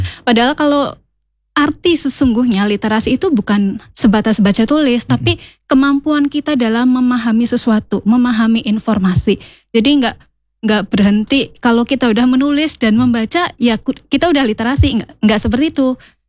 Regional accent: Banjarnegara, Central Java, Indonesia; saya ini lahir di desa ya. Saya aslinya Banjarnegara.

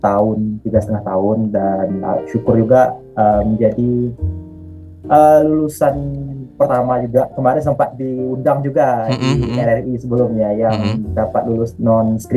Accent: Bukittinggi, West Sumatra, Indonesia; born there; also born or lived in Sibolga; Sebenarnya saya lahir di Bukit Tinggi, tapi sekolah menengah di Man Tapanuli Tengah dan juga kuliah di Aceh.

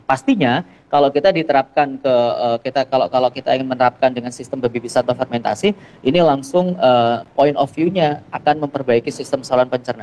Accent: Sampang, East Java, Indonesia; saya orang asli Sampang Bu ya, dari Sreseh

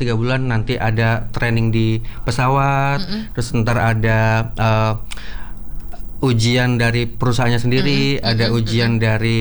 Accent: Surabaya, East Java, Indonesia; moved away as an adult; now in Jakarta, Indonesia; Sebenarnya dulu kak, aku datang di Jakarta. Aku kan dulu dari Surabaya.

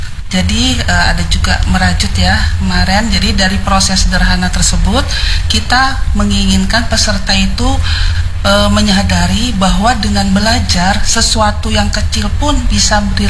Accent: Samarinda, East Kalimantan, Indonesia; Asli, bapak saya Kutai, mama saya, tapi mama saya sih dari Banjarmasin, tapi bapak saya orang Kutai, seperti itu.

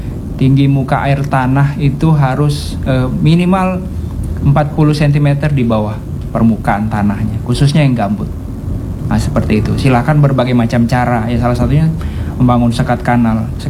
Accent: West Kalimantan, Indonesia; memang mengakui juga di Kalbar ini ada kearifan lokal, karena saya juga bagian dari kearifan lokal, saya orang Kalbar juga.

